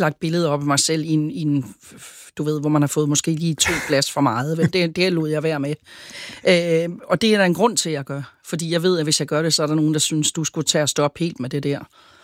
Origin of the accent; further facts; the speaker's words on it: Sønderborg, Region of Southern Denmark, Denmark; Det gjorde man sgu ikke i 60'erne hjemme i Sønderborg.